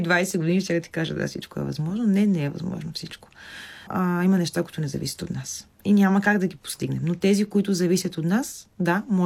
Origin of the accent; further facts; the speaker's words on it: Pernik, Pernik Province, Bulgaria; also born or lived in Sofia; Това е родния град на фестивал Арт Будилник, освен и моя.